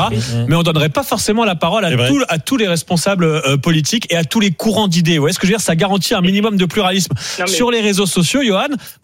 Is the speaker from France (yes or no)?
yes; France; En France, on a en effet. On est français, on est comme ça.